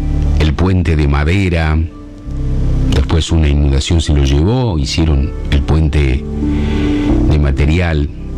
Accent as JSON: {"language": "Spanish", "town": "Arequito", "region": "Santa Fe", "country": "Argentina", "tie": "born or raised there", "said": "desde el balneario de mi pueblo, Arequito"}